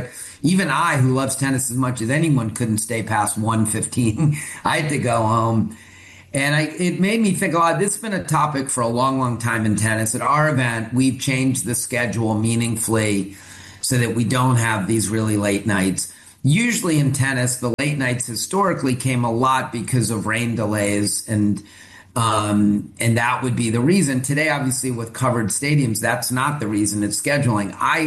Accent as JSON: {"language": "English", "region": "Maryland", "country": "United States", "tie": "born or raised there", "said": "We didn't have a team in D.C. and I grew up in Maryland, so I love the Orioles."}